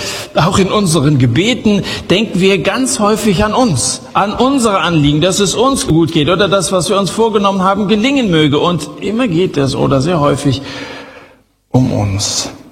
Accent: Hesse, Germany

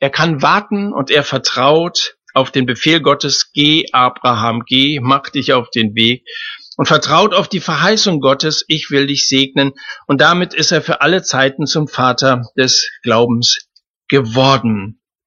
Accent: Hesse, Germany; Die Fläche kaum größer als mein Heimatland Hessen.

